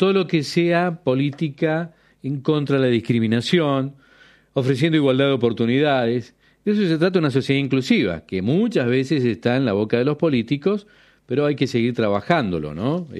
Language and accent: Spanish; Argentina; Son argentinos, sí, todos totalmente. Somos argentinos.